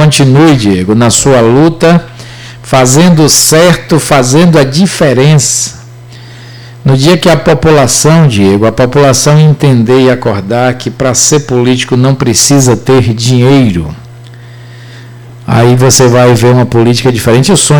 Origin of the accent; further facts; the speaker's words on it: Maragogipe, Bahia, Brazil; É, Maragogipe é terra boa, rapaz. Cidade boa.